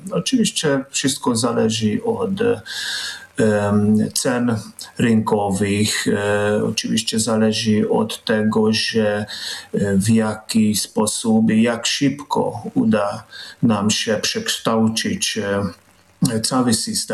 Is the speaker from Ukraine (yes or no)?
no; Hungary; now in Bydgoszcz, Poland; Może jako Węgier